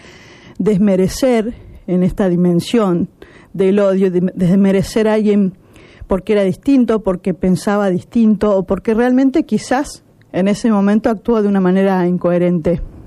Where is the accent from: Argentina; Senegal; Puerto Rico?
Argentina; Santa Fe; como argentinos y como santafesinos